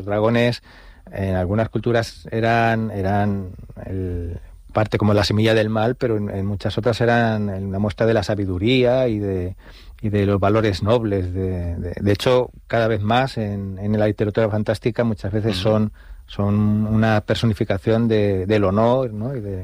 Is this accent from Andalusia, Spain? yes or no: no; Argamasilla de Alba, Castilla-La Mancha, Spain; Sí, es mi pueblo.